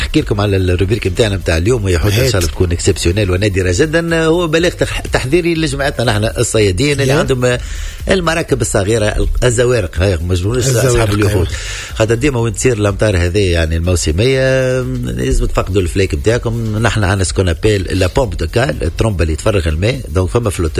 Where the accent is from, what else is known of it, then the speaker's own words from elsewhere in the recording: Tunisia; اللي عندنا في تونس